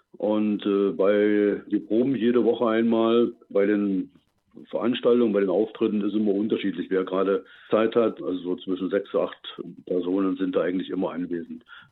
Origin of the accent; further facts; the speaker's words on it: Berlin, Germany; now in Thuringia, Germany; Wir kommen aus der Berliner Gegend hierher, sind seit 6 Jahren hier in Thüringen wieder